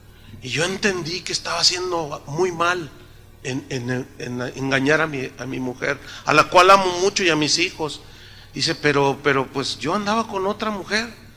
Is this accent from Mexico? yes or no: yes; San Luis Potosí, Mexico; moved away; yo me enteré de unos primos míos allá de donde yo soy de San Luis Potosí.